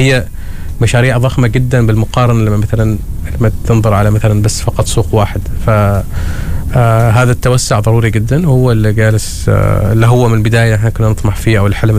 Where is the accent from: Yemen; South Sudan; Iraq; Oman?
Oman; ونحن كشباب عمانيين